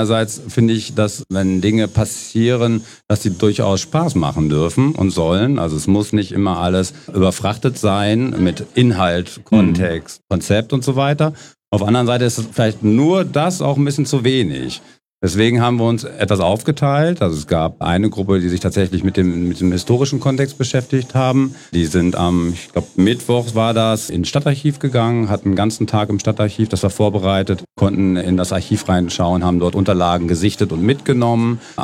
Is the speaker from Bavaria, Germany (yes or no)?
no; Münster, North Rhine-Westphalia, Germany; ich bin ja gebürtiger Gremmendorfer. Insofern, meine Eltern leben auch noch in Gremmendorf